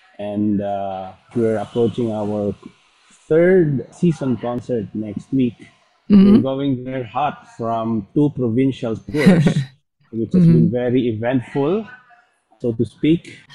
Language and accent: English; Philippines